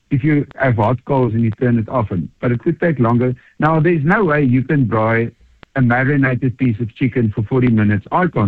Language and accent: English; South Africa